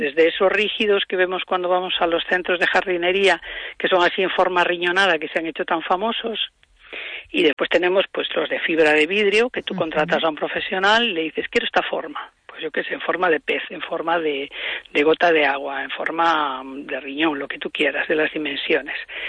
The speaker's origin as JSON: {"language": "Spanish", "region": "Galicia", "country": "Spain", "said": "uno siempre piensa, bueno, aquí no nos va a pasar porque somos gallegos, llueve mucho"}